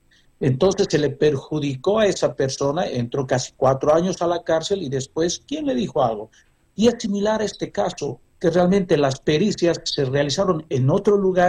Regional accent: Bolivia; Acá, y nosotros como bolivianos, más bien no debemos apoyar al pueblo chileno

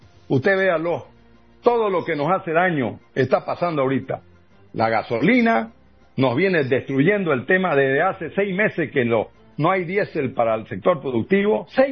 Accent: Santa Cruz, Bolivia; nosotros los cruceños no somos buenos para ser ministros, porque somos cruceños.

